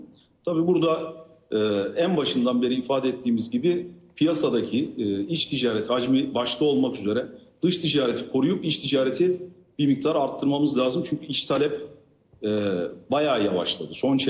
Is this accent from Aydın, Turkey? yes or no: yes; Aydın, Turkey; Efeler Diyarı Aydın'ın, yani memleketimin İşgalden kurtuluş yıl dönümü.